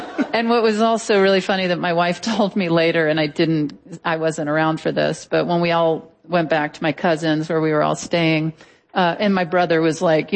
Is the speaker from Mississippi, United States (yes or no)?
yes; Mississippi, United States; When my stepfather passed away, we were burying him in Mississippi, in my hometown, and my whole family, everybody was there.